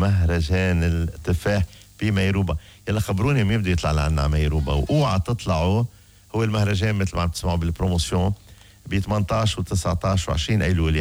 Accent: Egypt; now in Canada; أنا مصري عايش بكندا وبسمعكم دايما.

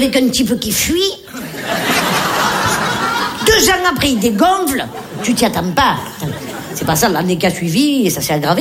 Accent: Nice, Provence-Alpes-Côte d'Azur, France; Et moi, je l'ai fait comme on l'a fait chez nous à Nice, à la pomme de terre.

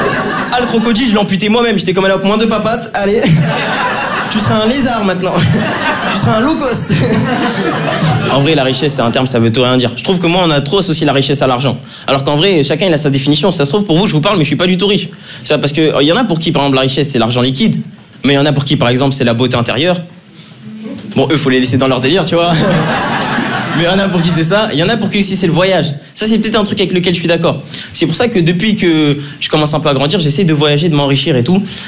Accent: Draguignan, Provence-Alpes-Côte d'Azur, France; now in Lyon, France; c'est que moi, je viens de Draguignan. Donc, partout où je suis en France, je suis content d'être là

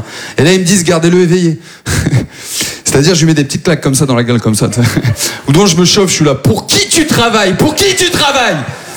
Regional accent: Maubeuge, Hauts-de-France, France; now in Paris, France; moi je viens de Maubeuge, donc c'est vraiment, ouais, c'est l'ascension sociale là, c'est très content d'être là. Maubeuge, petite ville dans le Nord-Pas-de-Calais, c'est maintenant ça va, j'habite à Paris

